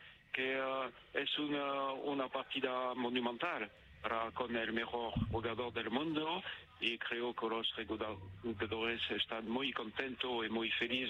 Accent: France; Spanish is a second language; Soy francés.

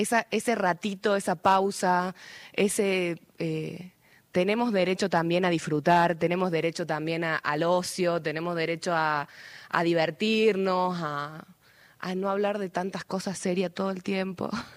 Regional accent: Jujuy, Argentina; yo también soy jujeña

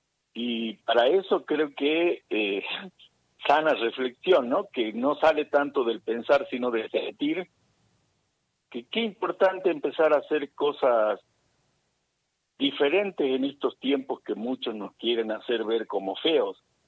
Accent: Jujuy, Argentina

